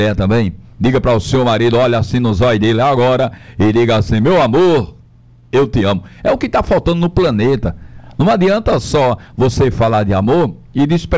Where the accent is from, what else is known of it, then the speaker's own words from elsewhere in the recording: Caruaru, Pernambuco, Brazil; born there; matuto de Terra Vermelha, nasci lá nas Brenhas, lá no cantinho de Caruaru. Mas a cidade que eu amo é Senhoró, é a minha cidade especial.